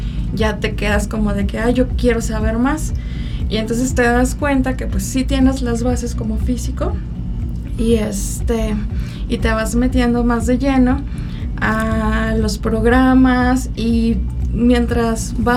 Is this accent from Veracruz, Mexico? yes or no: yes; Veracruz, Mexico; moved away as an adult; also born or lived in Querétaro; now in San Luis Potosí, Mexico; Yo soy de Veracruz, entonces estudié en Jalapa